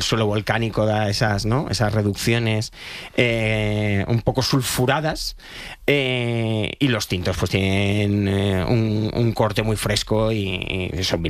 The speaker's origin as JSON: {"language": "Spanish", "town": "Leganés", "region": "Community of Madrid", "country": "Spain", "tie": "born or raised there", "said": "yo que soy del Barça, entonces tampoco tengo, aunque criado en Leganés, entonces no le tengo especial hate al Getafe."}